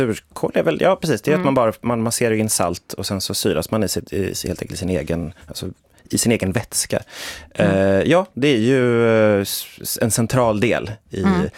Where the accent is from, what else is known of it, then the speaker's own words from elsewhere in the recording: Sweden; som svensk känner man ju sig absolut igen sig mer i det sättet.